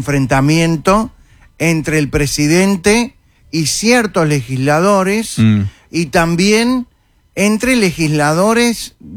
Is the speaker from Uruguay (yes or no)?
yes; Uruguay; Lo digo como persona, como uruguayo.